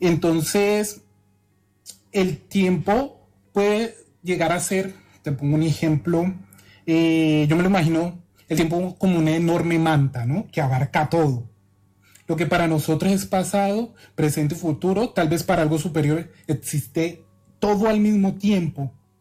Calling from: Malaysia; Actualmente me comunico desde Malasia.

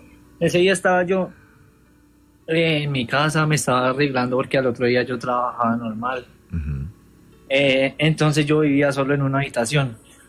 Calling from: Soacha, Cundinamarca, Colombia; Desde Soacha.

